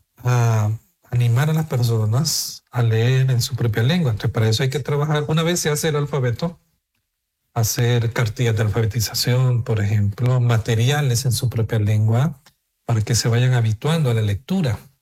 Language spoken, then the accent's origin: Spanish; El Salvador; moved away; yo fui pastor por muchos años, ¿verdad? En El Salvador, en mi país, en la Iglesia Bautista Miramonte